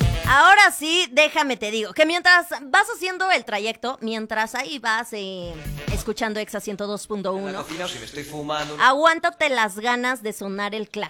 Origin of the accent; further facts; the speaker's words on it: San Luis Potosí, Mexico; ¡Qué buenos seres humanos somos los potosinos!